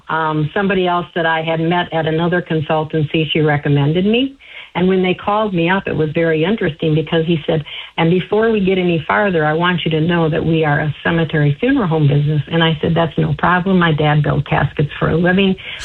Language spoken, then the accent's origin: English; Fond du Lac, Wisconsin, United States; moved away as an adult; also born or lived in Richmond / Kenosha, Wisconsin; now in Texas, United States; I was born and raised in Fond du Lac, Wisconsin.